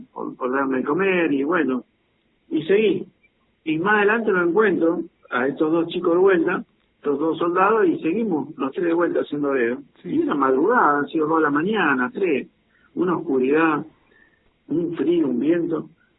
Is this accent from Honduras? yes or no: no; Corral de Bustos, Córdoba, Argentina; llegué el 7 de julio yo a Corral de Busto